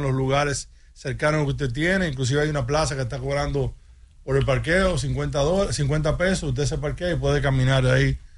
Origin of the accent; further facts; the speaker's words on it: Dominican Republic; Nosotros los dominicanos hicimos un compromiso y tenemos que apoyarlos.